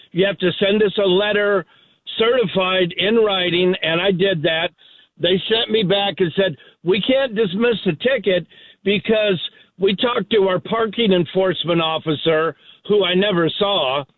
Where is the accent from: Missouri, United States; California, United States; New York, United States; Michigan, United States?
California, United States; Long Beach; I'll see you guys on the 6th of February in my hometown of Long Beach.